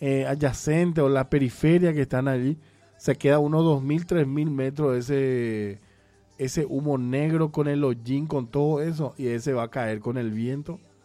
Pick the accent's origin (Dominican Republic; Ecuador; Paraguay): Paraguay; Así pues de boludos somos nosotros los paraguayos.